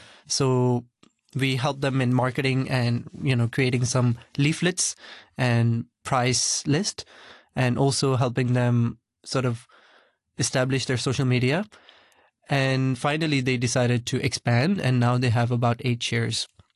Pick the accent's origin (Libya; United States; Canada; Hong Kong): Hong Kong; in terms of my own Pakistani background, growing up in Hong Kong